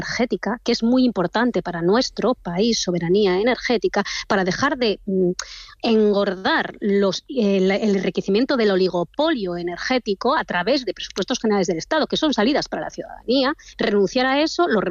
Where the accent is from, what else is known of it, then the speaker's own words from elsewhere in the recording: Asturias, Spain; Yo soy de origen asturiano, ¿qué quiere que le explique?